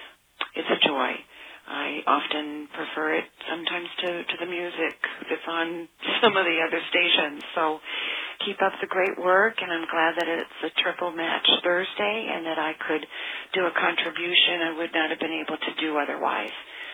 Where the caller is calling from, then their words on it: Boca Raton, Florida, United States; I'm from Boca Raton, Florida.